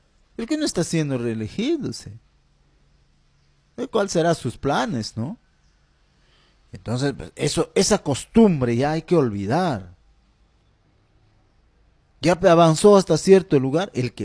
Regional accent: Peru; Somos peruanos

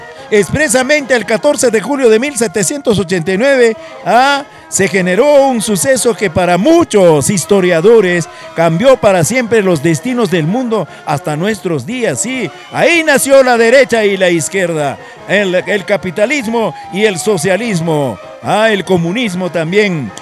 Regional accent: Peru

